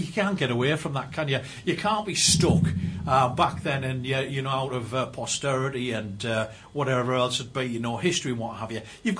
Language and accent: English; Hartlepool, North East England, United Kingdom; Me, growing up in Hartlepool, often walked past, signposts outside of houses that had Manners and Harrison for sale on, Manners and Harrison for rent on